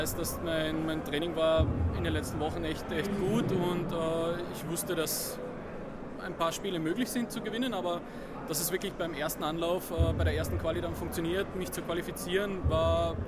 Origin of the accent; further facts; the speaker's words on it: Austria; Also die ersten Jubelschreie und das erste Mal, wir sind aus Österreich